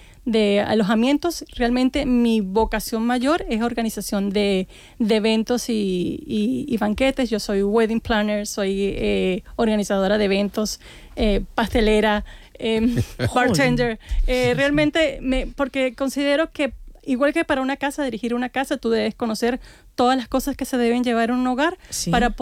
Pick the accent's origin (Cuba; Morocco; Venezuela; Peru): Venezuela; moved away as an adult; now in Spain; Yo realmente estudié 4 años de idiomas modernos uh-huh. en mi país, Venezuela.